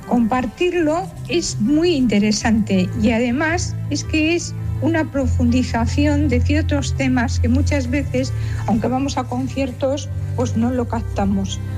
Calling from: Bilbao, Basque Country, Spain; de Bilbao.

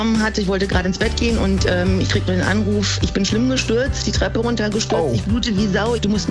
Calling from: Seeheim-Jugenheim, Hesse, Germany; Aus See am Jugendheim.

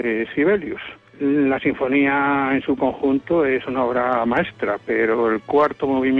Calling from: Alcalá de Henares, Community of Madrid, Spain; de Alcalá de Henares.

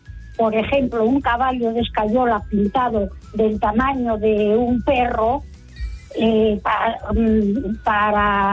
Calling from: Asturias, Spain; Yo soy asturiana

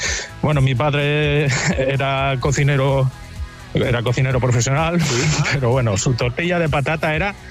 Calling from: Cangas del Narcea, Asturias, Spain; Pues llamo desde Ibias. Yo soy de Cangas de Narcea, pero llamo desde Ibias.

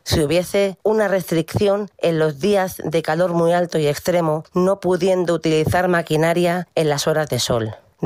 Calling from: Castilla-La Mancha, Spain; habitante de la Sierra Norte de Guadalajara.

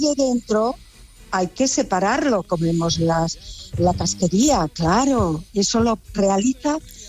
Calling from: Pola de Siero, Asturias, Spain; yo trabajé en el Ayuntamiento de Siero, soy de Pola de Siero, en Asturias.

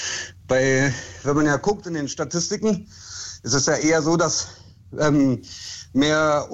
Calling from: Berlin, Germany; ich bin Berliner, also mein Vater kommt aus dem Irak

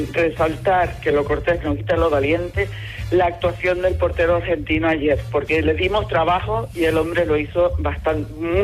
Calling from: Las Palmas de Gran Canaria, Canary Islands, Spain; la plaza aquí del barrio, la Plaza del Pilar de Guanarteme

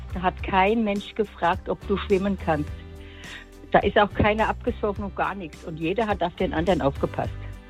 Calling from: Langen, Hesse, Germany; ich komme aus Langen.

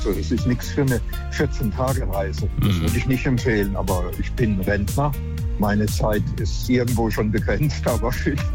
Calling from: Mannheim, Baden-Württemberg, Germany; Wir kommen aus Mannheim

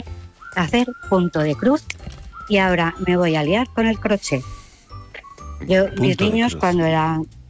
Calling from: Vilafranca del Penedès, Catalonia, Spain

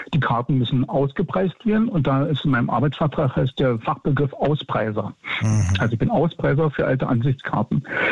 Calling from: Berlin, Germany; Neukölln, Rudow.

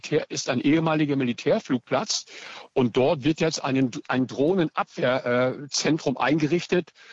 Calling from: Berlin, Germany; Ich wohne in Berlin Friedrichshain.

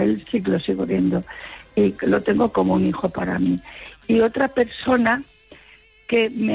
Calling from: Alicante, Valencian Community, Spain; de Alicante.

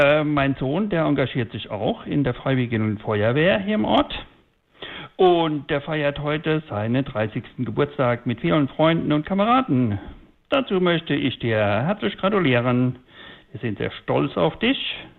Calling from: Rhineland-Palatinate, Germany; Ich rufe aus Nebel an.

